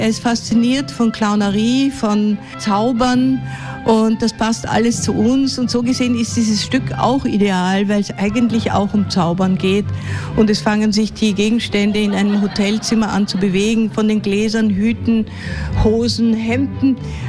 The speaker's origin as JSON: {"language": "German", "region": "Salzburg", "country": "Austria"}